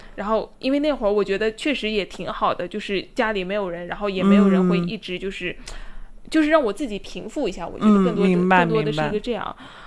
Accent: Altay, Xinjiang, China; now in Harbin, China; 因为我是来自新疆的阿勒泰的女孩，所以说我对东北地区其实真的是我感觉非常非常遥远

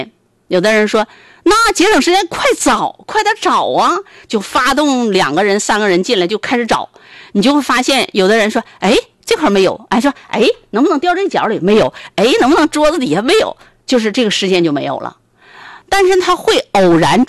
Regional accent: China

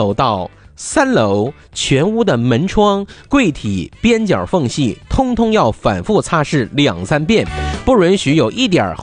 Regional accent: Harbin, Heilongjiang, China; 再次欢迎朋友们来到我们的家乡哈尔滨。

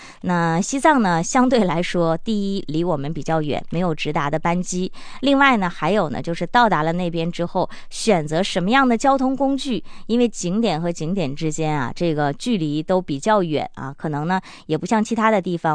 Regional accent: Harbin, Heilongjiang, China

